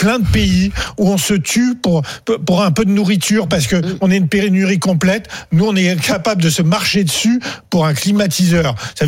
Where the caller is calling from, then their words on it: Meaux, Île-de-France, France; chez moi, à Meaux.